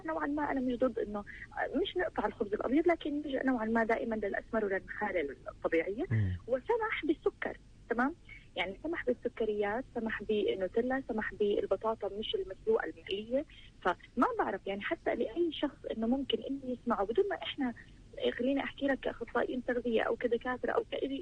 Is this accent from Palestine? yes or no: yes; Palestine; بالذات عندنا بفلسطين، لانه عندنا وعي وعندنا نسبة متعلمين جدا عالية